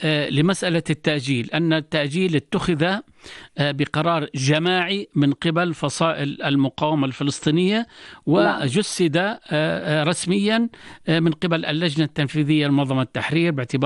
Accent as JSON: {"language": "Arabic", "country": "Jordan", "said": "وإحنا يعني كأردنيين وكعرب"}